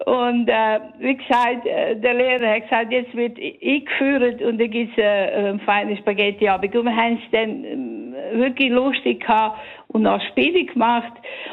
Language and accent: German; Graubünden, Switzerland; Ich bin im Engadin aufgewachsen, gross geworden